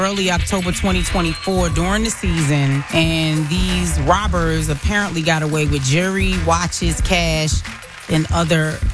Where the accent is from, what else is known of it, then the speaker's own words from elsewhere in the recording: New York, United States; I'm from New York